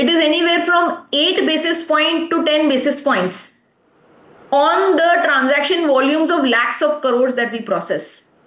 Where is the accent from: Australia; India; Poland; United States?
India; We, the citizens of India, the Indian consumer and the Indian merchant.